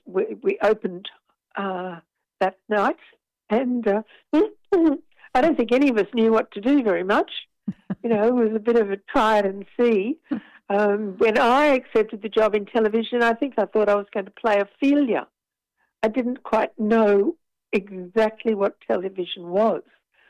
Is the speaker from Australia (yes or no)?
yes; Brisbane, Queensland, Australia; moved away as an adult; now in Sydney, Australia; and then I grew up in Brisbane. Education in Brisbane.